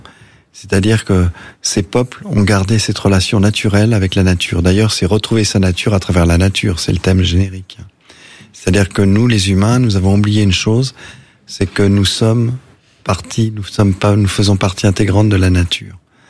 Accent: Brittany, France; Moi, je suis breton, ma terre, Elle est dans le Finistère Nord, près de Saint-Paul-de-Léon, Roscoff, un petit village mauguerriec, dans la baie de Morlaix, à l'île de Bas.

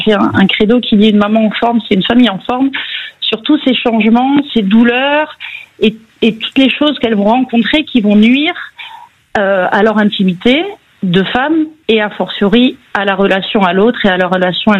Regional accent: Nouvelle-Aquitaine, France; comme je viens du Pays Basque, le coffret piment m'a fait beaucoup rire.

